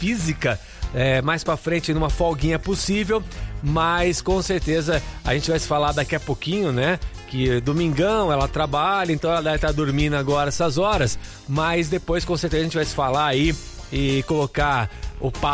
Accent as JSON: {"language": "Portuguese", "town": "Araras", "region": "São Paulo", "country": "Brazil", "moved": "yes", "said": "ela mora na minha cidade, né, no interior de São Paulo, né? Eu sou de Araras"}